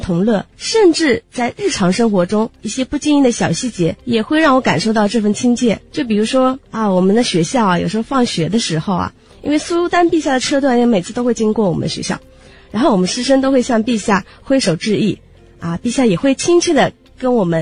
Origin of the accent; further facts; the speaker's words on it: Hangzhou, Zhejiang, China; moved away as an adult; now in Brunei; 我来自中国的杭州，我是2019年来到了文莱，目前呢在文莱是一名补习老师。我来到文莱呢是因为我的老公是文莱本地华人。